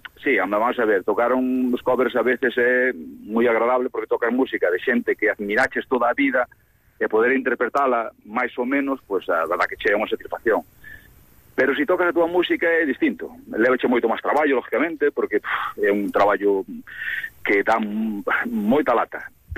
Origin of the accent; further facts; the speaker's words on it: Galicia, Spain; non é que teñamos nada en contra de ninguén, pero é que sentímonos moi ben sendo galegos.